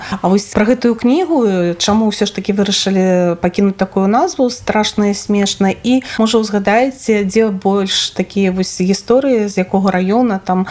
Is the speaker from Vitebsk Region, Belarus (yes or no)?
yes; Hlybokaye, Vitebsk Region, Belarus; moved away; я сама з Глыбока